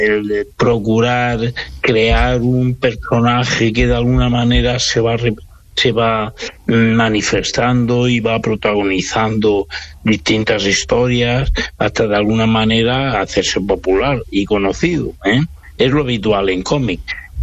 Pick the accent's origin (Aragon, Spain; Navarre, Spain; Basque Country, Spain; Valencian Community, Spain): Valencian Community, Spain; Aspe; born there; Yo nací en Aspe, provincia de Alicante, y es el interior de Alicante tirando al sur ya de la provincia.